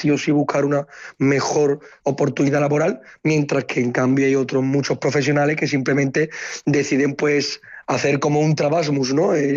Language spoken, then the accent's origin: Spanish; Spain; moved away as an adult; now in France; Para hablar concretamente de Francia, somos españoles y belgas. Tanto la gente, tanto los fisioterapeutas belgas como los españoles somos los principales